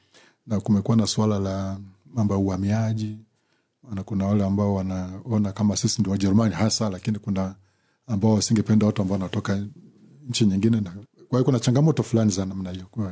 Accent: Kagera, Tanzania; now in Moshi, Tanzania; Kule kwetu kule ninapotokea kule Karagwe, sisi ni Wanyambo

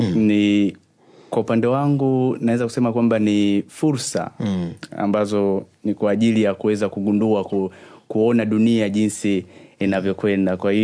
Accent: Tanzania; moved away as an adult; now in France; Na tokea Tanzania, lakini kwa sasa naishi nchini Ufaransa.

